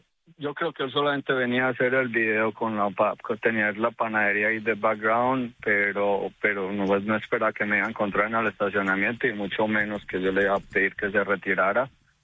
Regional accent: Antioquia, Colombia; somos de sangre paisa, sangre de arrieros. Yo fui exmilitar en Colombia.

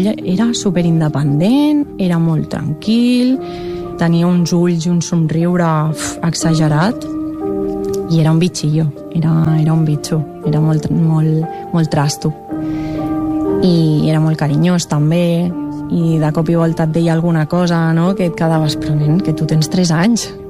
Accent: Catalonia, Spain; Jo en aquell moment vaig pensar, no tinc ningú a Barcelona, perquè tots som del Vallès

